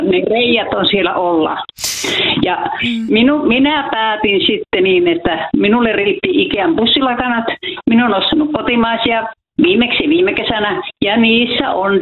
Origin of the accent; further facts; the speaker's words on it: Kemijärvi, Lapland, Finland; No niin, joo, minä olen Kemijärveltä. Minä olen se mummo, joka on aikaisemmin